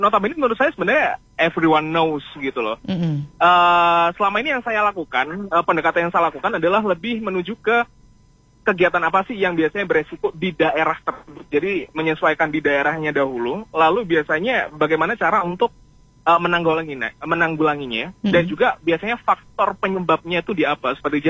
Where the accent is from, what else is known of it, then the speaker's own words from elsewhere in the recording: East Java, Indonesia; saya juga asalnya dari Kabupaten Malang